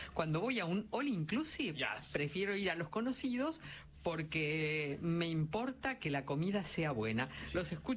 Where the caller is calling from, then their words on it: Liniers, Buenos Aires, Argentina; de Liniers.